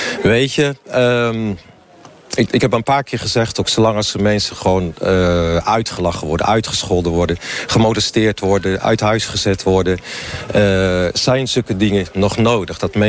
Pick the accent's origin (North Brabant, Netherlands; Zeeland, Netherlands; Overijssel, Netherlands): Zeeland, Netherlands; Zierikzee; Ik kom oorspronkelijk uit Zierikzee. Ik ben geboren en getogen